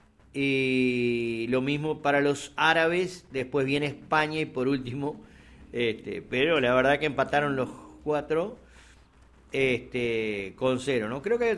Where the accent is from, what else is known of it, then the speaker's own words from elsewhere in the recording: Uruguay; Y si el domingo, como todo uruguayo, el uruguayo pasa de la euforia a la decepción y la decepción a la euforia